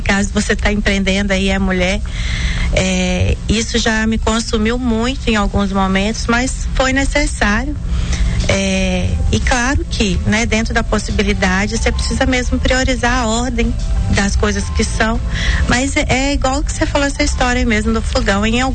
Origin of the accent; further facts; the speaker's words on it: Coronel Fabriciano, Minas Gerais, Brazil; daqui de Fabriciano